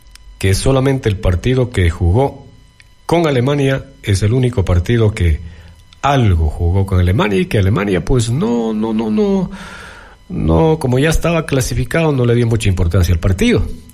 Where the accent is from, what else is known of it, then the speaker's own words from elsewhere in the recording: Ecuador; Mañana juega nuestra selección a partir de las 20 horas, 8 de la noche.